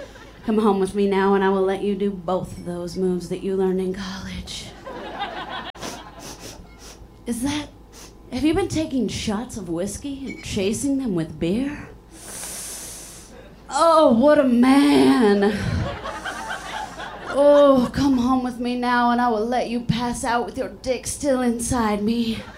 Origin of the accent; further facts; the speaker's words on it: Chicago, Illinois, United States; So, like the host said, I'm from Chicago. I'm from here. I live in Chicago.